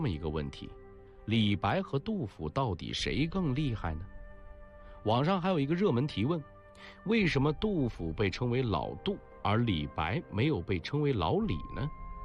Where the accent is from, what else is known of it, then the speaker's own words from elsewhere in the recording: China; 作为中国人